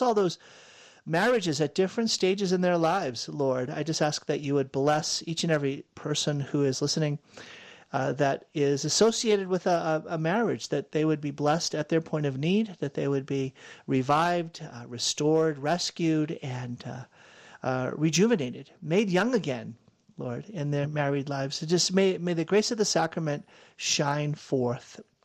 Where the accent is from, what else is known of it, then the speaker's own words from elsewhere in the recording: Boston, Massachusetts, United States; Humidity, growing up in Boston, humidity was horrific.